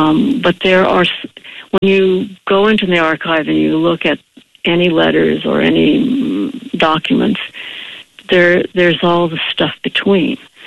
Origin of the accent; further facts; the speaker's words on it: Los Angeles, California, United States; as I grew up in Los Angeles.